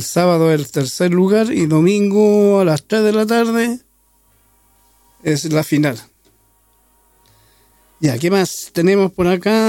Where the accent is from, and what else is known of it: Chile